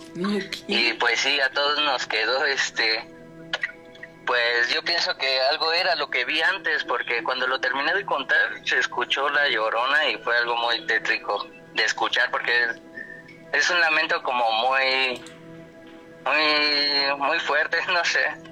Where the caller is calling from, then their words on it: Mexico City, Mexico; De la Ciudad de México.